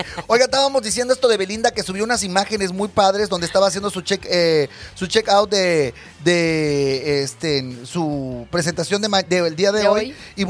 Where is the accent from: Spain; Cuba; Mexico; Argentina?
Mexico; ya saben cómo somos los mexicanos